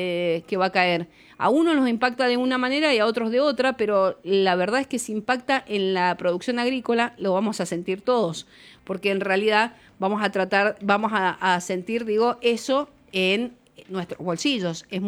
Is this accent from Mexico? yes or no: no; Mendoza, Argentina; para nosotros como mendocinos